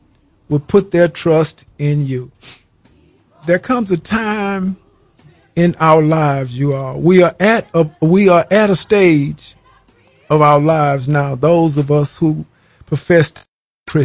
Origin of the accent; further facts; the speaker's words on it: Houston, Texas, United States; I'm from Houston